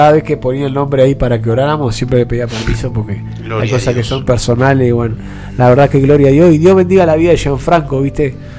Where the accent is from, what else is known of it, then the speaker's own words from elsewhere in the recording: Treinta y Tres, Uruguay; now in Maldonado, Uruguay; Yo soy de 33 también, así que bueno, un saludo grande para toda la gente de mi pueblo, del Olimar.